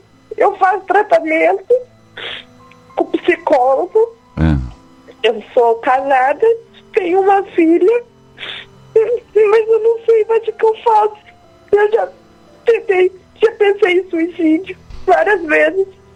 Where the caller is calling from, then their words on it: Paraná, Brazil; Eu sou do Paraná.